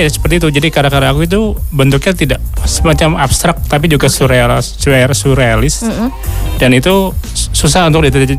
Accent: Bogor, West Java, Indonesia; Oh ya, aku dari Bogor.

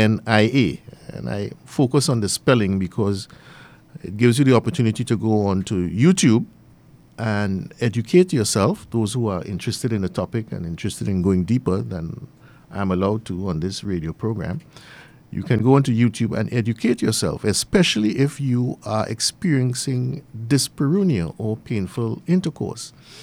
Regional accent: Trinidad & Tobago; as a Trinidadian

